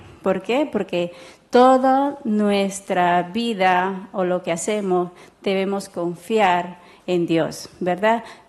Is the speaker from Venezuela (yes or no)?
yes; Venezuela; now in Bolivia; Soy de Venezuela y soy médico misionera acá en Bolivia, en el Canal 23.